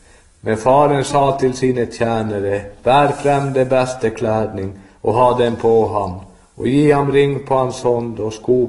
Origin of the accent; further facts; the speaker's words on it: Alta, Finnmark, Norway; så kommer jeg fra Alta